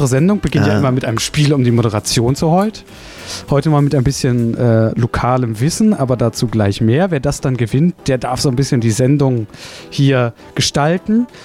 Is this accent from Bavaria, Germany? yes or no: no; Schleswig-Holstein, Germany; Aus Schleswig-Holstein.